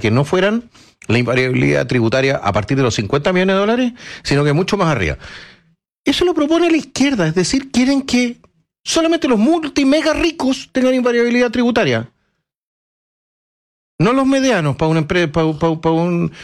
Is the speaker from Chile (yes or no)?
yes; Chile; Somos todos chilenos.